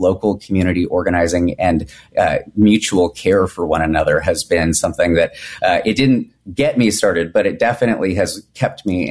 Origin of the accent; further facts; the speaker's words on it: California, United States; Growing up in California, too, I was there